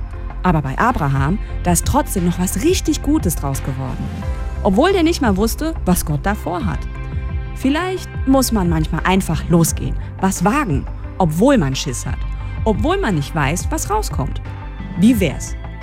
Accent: Rhineland-Palatinate, Germany; moved away as an adult; now in Erzgebirge, Germany; ich bin gerade in Sachsen, genauer im Erzgebirge. Eigentlich komme ich ja aus der Pfalz, die mit der Weinstraße, den Weinbergen und der BASF ums Eck.

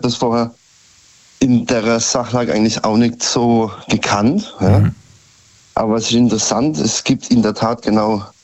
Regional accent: Karlsruhe, Baden-Württemberg, Germany; Ich komme aus Karlsruhe.

